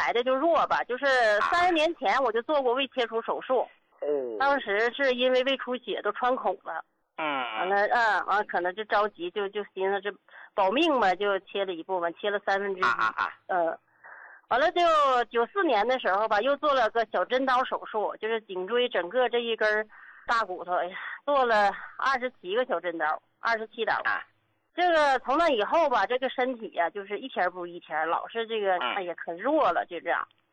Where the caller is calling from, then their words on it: Harbin, Heilongjiang, China; 我不知道您还记得我吧，我今年63了，胡老。我家是哈尔滨的。